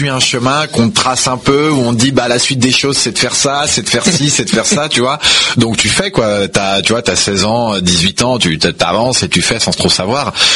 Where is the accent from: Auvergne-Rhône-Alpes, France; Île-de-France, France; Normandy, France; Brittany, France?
Île-de-France, France; Meudon; Alors moi je suis né à Meudon, donc dans le 92, j'ai toujours grandi en Île-de-France et j'ai toujours été en Île-de-France